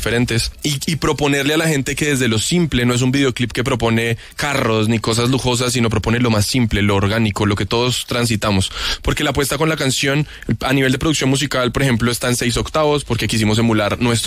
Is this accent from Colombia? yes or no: yes; Colombia; y como colombianos, latinos y como habitantes de este mundo tenemos derecho a ser parte de él, aunque seamos diferentes.